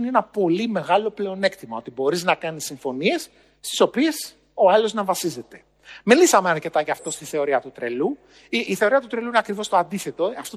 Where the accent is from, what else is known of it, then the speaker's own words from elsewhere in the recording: Agrinio, Western Greece, Greece; Στο χωριό μου λοιπόν, στο Αγρίνιο, εκεί που μεγάλωσα, στον Αβαρίκο το Λακαρναμίας, ένα μικρό χωριό που είναι κοντά στο Θέρμο